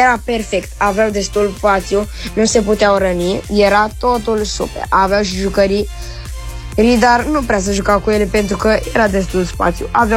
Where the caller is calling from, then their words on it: Bucharest, Romania; eu am standit din București și am 10 ani